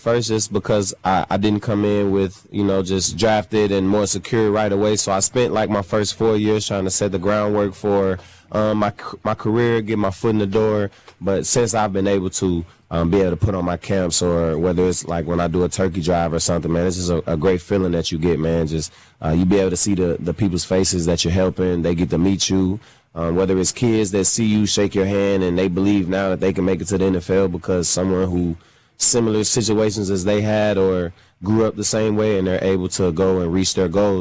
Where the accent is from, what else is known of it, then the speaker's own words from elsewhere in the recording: St. Louis, Missouri, United States; So I'm from St. Louis, so I have to be, right?